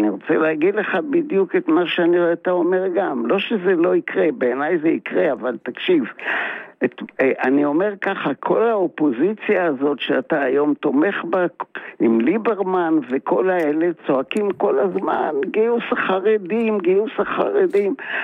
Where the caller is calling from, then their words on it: Tel Aviv, Tel Aviv District, Israel; מתל אביב.